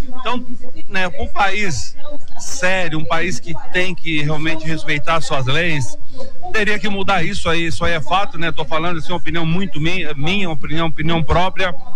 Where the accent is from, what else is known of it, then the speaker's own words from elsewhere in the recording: Brazil; nós como brasileiros